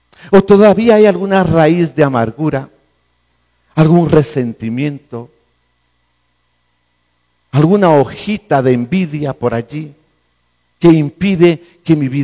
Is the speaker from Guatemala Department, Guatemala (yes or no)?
no; Joyabaj, Quiché, Guatemala; moved away; Cuando salí de Joyabaj, ya sabéis que yo soy de Joyabaj, habían allí, yo creo que estamos haciendo un recuento, no más de 6 iglesias evangélicas, ¿no?